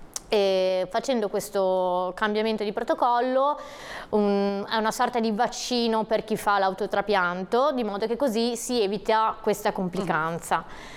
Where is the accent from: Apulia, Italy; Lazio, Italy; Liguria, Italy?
Liguria, Italy; Pietra Ligure; io sono di Pietra Ligure